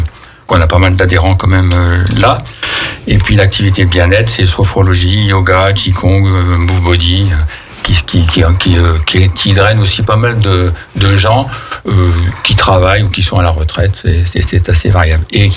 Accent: Saint-Omer, Hauts-de-France, France; moved away; Je viens du Pas-de-Calais, en fait, donc... mais ça fait 45 ans que je suis dans la région.

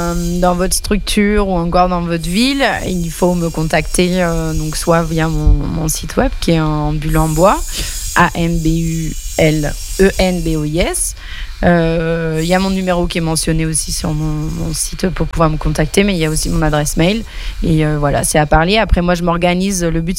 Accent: Angers, Pays de la Loire, France; born there; moved away as an adult; Je suis partie d'Angers, donc c'est là où est né le projet, c'est là où je suis née.

